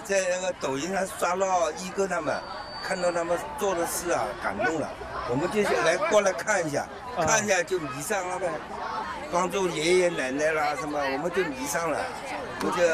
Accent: Shanghai, China; 上海人。

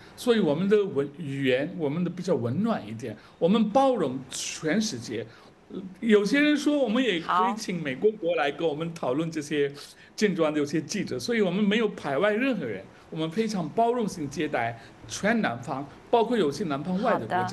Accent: India; 我们印度人

